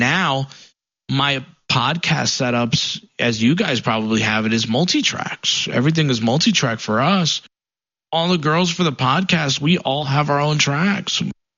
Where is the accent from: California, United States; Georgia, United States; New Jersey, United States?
New Jersey, United States; Paterson; Yeah, since I was 5, I grew up in New Jersey, in Paterson, New Jersey. It was a decent-sized city, full of a lot of culture.